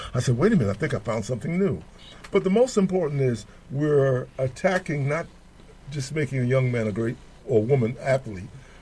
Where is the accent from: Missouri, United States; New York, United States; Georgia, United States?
New York, United States; One of the great things growing up in New York, you had a certain friendship with people.